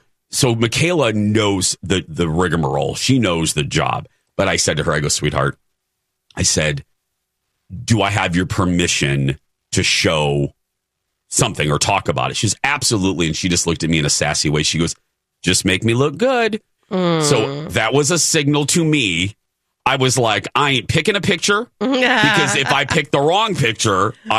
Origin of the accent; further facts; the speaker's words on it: Indiana, United States; It was in my home state of Indiana. It was great to be back.